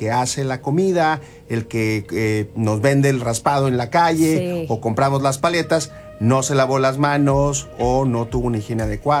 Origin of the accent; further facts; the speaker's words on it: Mexico; nosotros como mexicanos en Latinoamérica